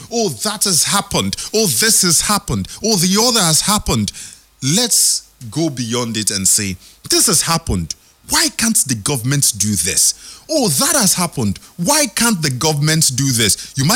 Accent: Nigeria; We are all Nigerians

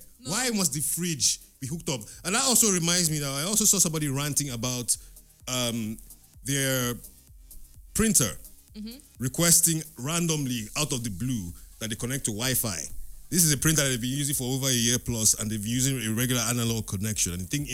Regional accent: Nigeria; I will go as a child of Nigeria.

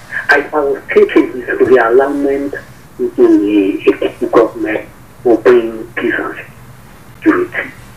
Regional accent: Jos, Plateau, Nigeria; I was born and brought in Jos, Lagos Street.

